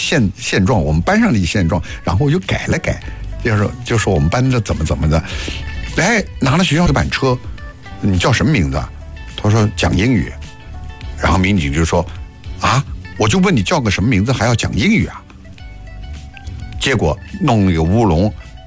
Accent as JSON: {"language": "Chinese", "town": "Nanjing", "region": "Jiangsu", "country": "China"}